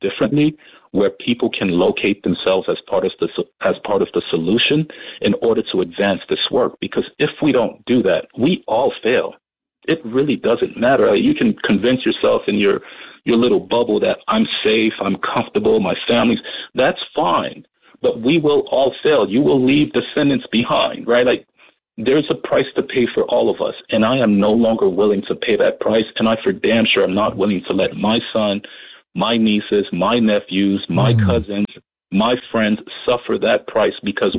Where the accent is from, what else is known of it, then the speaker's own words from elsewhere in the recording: New York City, New York, United States; I was raised in Brooklyn.